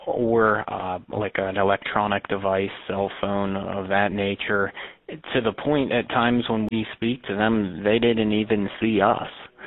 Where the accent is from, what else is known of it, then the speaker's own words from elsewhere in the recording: Ohio, United States; I was from Tuscarawas County, so, and I've always lived here and commuted up there, and it's nice to be back home.